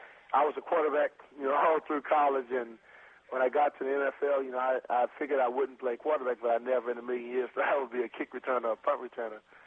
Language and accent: English; Plaquemine, Louisiana, United States; I grew up in Plaquemine, Louisiana.